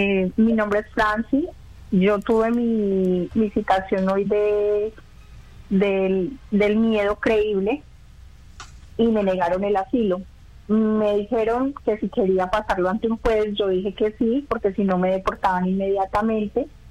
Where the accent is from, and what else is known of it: Colombia